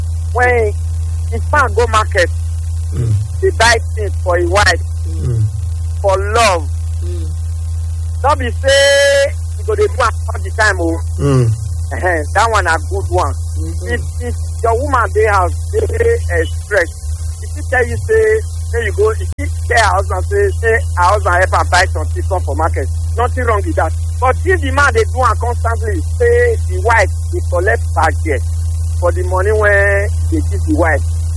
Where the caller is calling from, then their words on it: Benin City, Edo, Nigeria; I come from Benin.